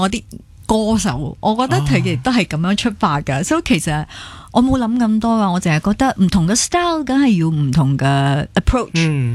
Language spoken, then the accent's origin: Cantonese; Malaysia; 我觉得好难去定义我哋马来西亚人做嘅 jazz